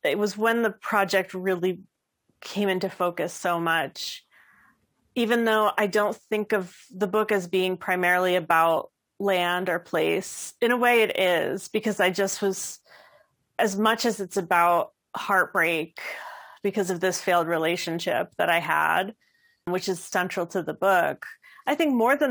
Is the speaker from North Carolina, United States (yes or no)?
no; New Jersey, United States; moved away as an adult; also born or lived in Maryland; now in Seattle, United States; I think I had never lived outside the Mid-Atlantic. Born and raised in New Jersey, was living in Maryland.